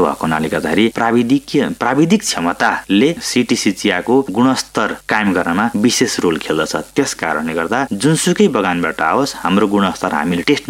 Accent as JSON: {"language": "Nepali", "town": "Tokla", "region": "Assam", "country": "India", "tie": "born or raised there", "said": "म टोक्ला चिया बगानको छेउमा घर भएको व्यक्ति हुँ, म त्यहीँ जन्मिएको हुँ, त्यहीँ हुर्किएको हुँ।"}